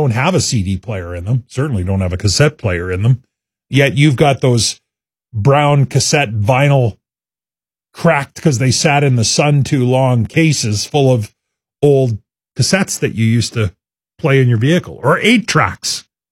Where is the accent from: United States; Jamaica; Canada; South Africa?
Canada; Regina, Saskatchewan; I'm 24 from Regina, and I've been a gamer for a lot of my life.